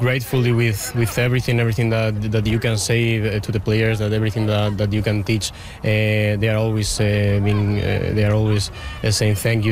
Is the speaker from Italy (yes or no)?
no; Spain; English is a second language; moved away; we are from other country, we are from Spain